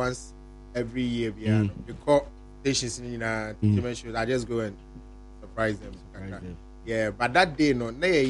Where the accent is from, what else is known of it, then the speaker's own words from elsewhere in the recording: Nigeria; But we are Nigerian, Yana.